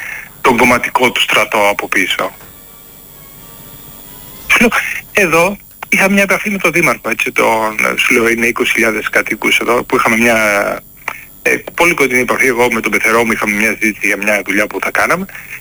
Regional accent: Greece; εγώ τους Έλληνες και τέτοιο, και το λαό μου, δηλαδή την πατρίδα μου, άμα μου έλεγες πάρε κόσμο από δυο, φτιάξε μια καινούργια πόλη και διάλεξε Έλληνες ή άλλο λαό. Θα προτιμούσα Έλληνες.

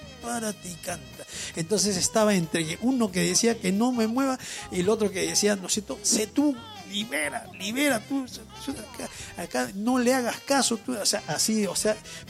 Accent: Piura, Peru; moved away; Lo que pasa es de que yo vengo de Piura en el año 81 y pues como todo provinciano, tímido, me gustaba cantar, me gustaba bailar. Ya venía de Piura siendo campeón nacional de marinera y de tondero en el Club Grau de Piura.

